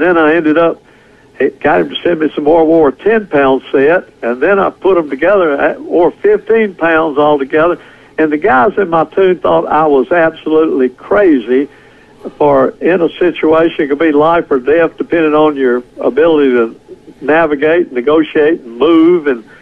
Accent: Mississippi, United States; I said, "Mississippi."

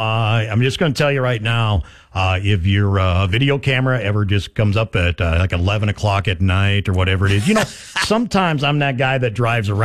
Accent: South Dakota, United States; I grew up in South Dakota

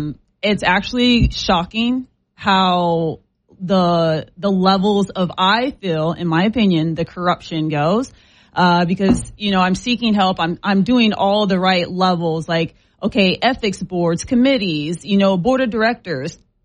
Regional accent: United States; as an American

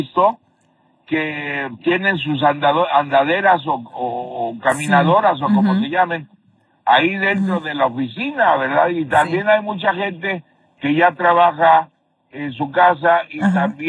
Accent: Pachuca, Hidalgo, Mexico; ahí en Pachuca, mi tierra

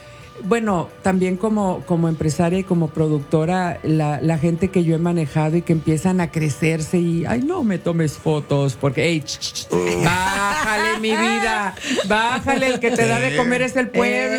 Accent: Monterrey, Nuevo León, Mexico; Soy regia

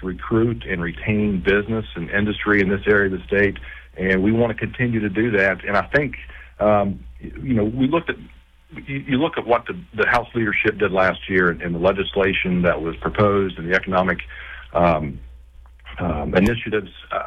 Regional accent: Slab Town, West Virginia, United States; Well, I grew up in Logan County in the mid-70s and lived in a little coal camp called Slab Town.

